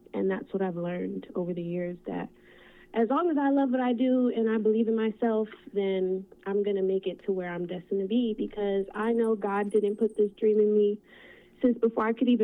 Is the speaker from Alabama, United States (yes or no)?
no; Miami, Florida, United States; I'm a young woman growing up in Miami